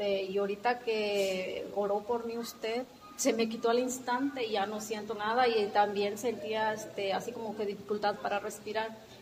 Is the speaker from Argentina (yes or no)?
no; Tancanhuiz, San Luis Potosí, Mexico; Soy de Tancanhuiz, pero en una comunidad llamada Cuatlameyán.